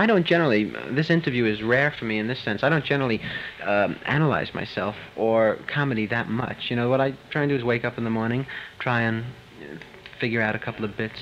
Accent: New York City, New York, United States; I am from Brooklyn

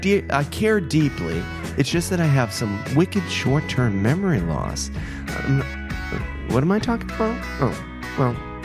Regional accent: Boston, Massachusetts, United States

